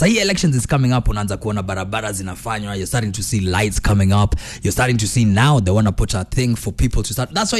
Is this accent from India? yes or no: no; Kenya